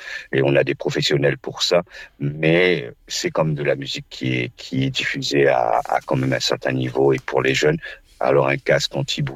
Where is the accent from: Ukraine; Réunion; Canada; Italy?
Réunion; first language Réunion Creole; French is a second language; le créole quand même soit reconnu et pas juste une seconde langue, puisqu'on vit avec ça, on est avec ça, c'est notre langue natale.